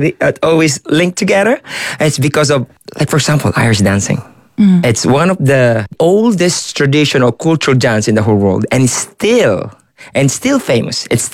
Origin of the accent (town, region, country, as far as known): Philippines; now in Ireland